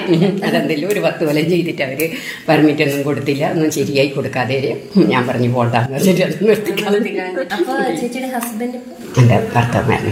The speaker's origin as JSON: {"language": "Malayalam", "town": "Pariyaram", "region": "Kerala", "country": "India", "said": "എന്റെ നാട് പരിയാരത്ത"}